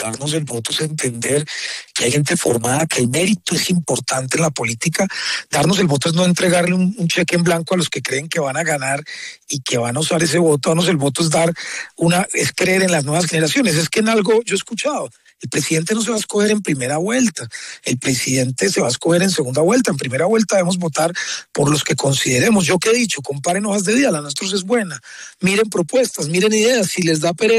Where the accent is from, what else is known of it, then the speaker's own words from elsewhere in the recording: Riosucio, Caldas, Colombia; nosotros somos de región. Entonces allá vamos a estar en Manizales, estaré en mi pueblo Río Sucio el sábado y el domingo estaré votando en Manizales